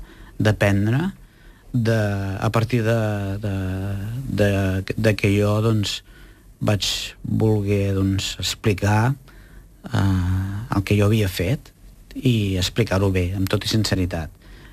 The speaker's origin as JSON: {"language": "Catalan", "town": "Monistrolet", "region": "Catalonia", "country": "Spain", "said": "jo sóc de Monistrolet, una masia de Monistrolet"}